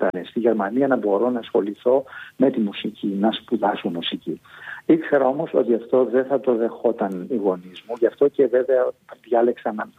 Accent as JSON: {"language": "Greek", "country": "Greece", "also_born_or_lived": "Frankfurt, Germany", "moved": "as an adult", "said": "εμείς σαν Έλληνες αισθανόμασταν κάπου απομονωμένοι"}